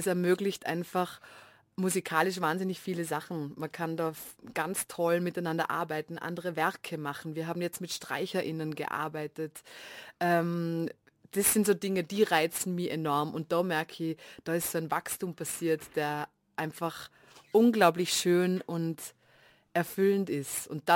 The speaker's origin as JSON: {"language": "German", "region": "Vienna", "country": "Austria", "said": "in dem ich ganz selten war als Wienerin, weil ich das Gefühl habe, da gehen hauptsächlich TouristInnen hin"}